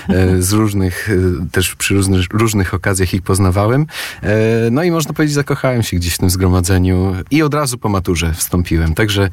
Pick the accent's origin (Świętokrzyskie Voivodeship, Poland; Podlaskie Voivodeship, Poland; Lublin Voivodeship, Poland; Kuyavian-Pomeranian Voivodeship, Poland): Kuyavian-Pomeranian Voivodeship, Poland; Grudziądz; moved away; Ja pochodzę z Grudziądza, parafii Podwyższenia Krzyża Świętego w Grudziądzu.